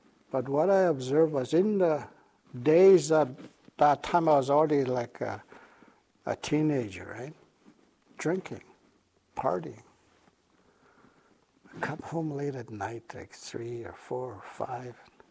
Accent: Round Lake, Ontario, Canada; I grew up in a place called Round Lake. It's also called Uyagamaw Lake, and of the North Caribou Lake Band of people, Northwest Ontario.

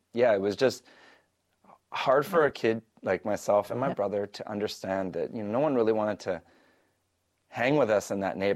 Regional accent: Winnipeg, Manitoba, Canada; I was born in Winnipeg, Manitoba.

